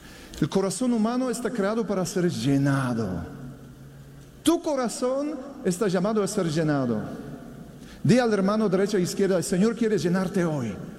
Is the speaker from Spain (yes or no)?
no; Poland; born there; first language Polish; Spanish is a second language; moved away; also born or lived in Italy; mi lengua nativa es polaco, nací en Polonia. Después viví muchos años en Italia y aquí vivo ya muchos años también. Pero español todavía estoy aprendiendo.